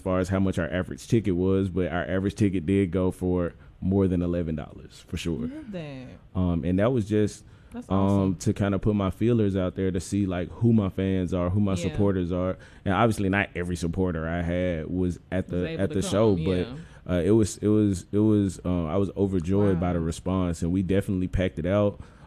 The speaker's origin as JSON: {"language": "English", "town": "Memphis", "region": "Tennessee", "country": "United States", "tie": "born or raised there", "said": "I'm from Orange Mound. Hey. And I grew up in the Mound when the Mound was the Mound."}